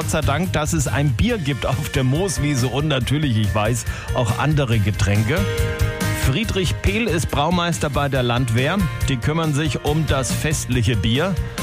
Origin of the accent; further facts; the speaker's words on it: Feuchtwangen, Bavaria, Germany; born there; ich bin gebürtiger Feuchtwanger.